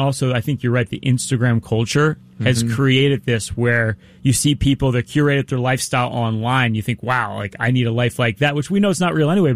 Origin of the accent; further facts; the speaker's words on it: Philadelphia, Pennsylvania, United States; Because I'm from Philadelphia.